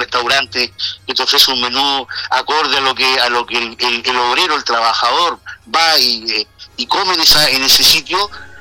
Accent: Chile; now in Barcelona, Spain

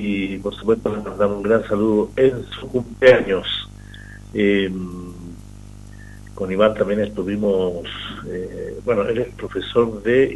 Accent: Putre, Arica and Parinacota, Chile; en el pueblo, en mi caso en Putre, por ejemplo, con mi mamita, nací en Avenida Condori Mamani

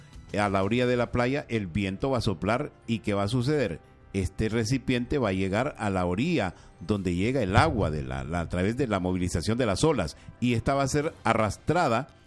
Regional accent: Honduras; somos todos los hondureños

